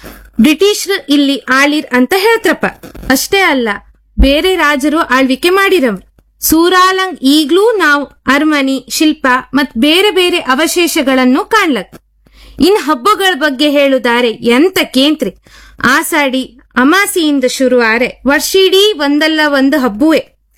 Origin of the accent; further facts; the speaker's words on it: Kundapura, Karnataka, India; ಅರಬ್ಬಿ ಸಮುದ್ರ ಇತ್ತು, ಪಶ್ಚಿಮ ಘಟ್ಟ ಇತ್ತು. ಹೀಗೆ ಪ್ರಕೃತಿ ಸೌಂದರ್ಯ ಹೊಸ್ರ ನಮ್ಮೂರ್.